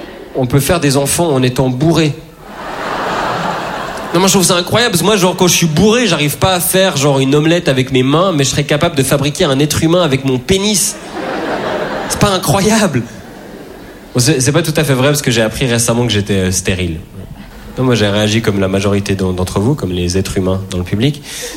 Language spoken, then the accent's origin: French; Switzerland; je suis suisse